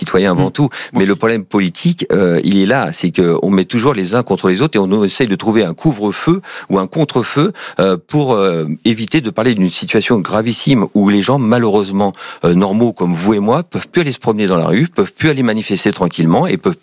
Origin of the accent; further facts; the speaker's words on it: Île-de-France, France; Je suis issu de Seine-Saint-Denis, du 93. Mes parents y habitent toujours dans des cités HLM.